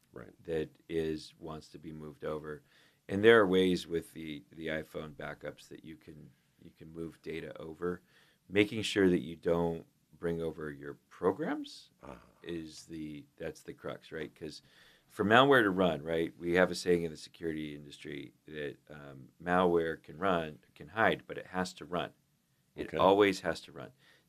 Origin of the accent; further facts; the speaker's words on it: United States; accent: American; Thank you for tolerating my American accent.